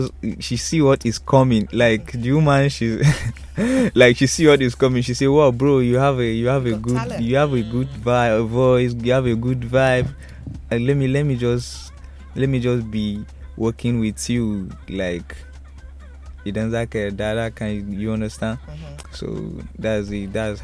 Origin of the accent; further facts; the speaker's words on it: Borno, Nigeria; now in Abuja, Nigeria; Oh, I'm from Borno State, but I based in Abuja with my family.